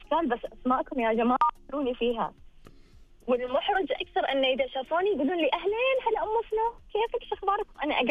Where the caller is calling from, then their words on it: Eastern Province, Saudi Arabia; والله احنا منطقتنا بس بين الدمام والقطيف